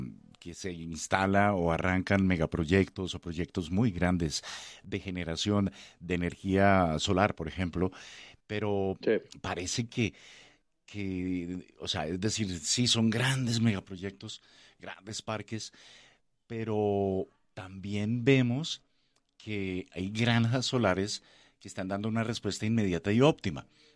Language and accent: Spanish; Colombia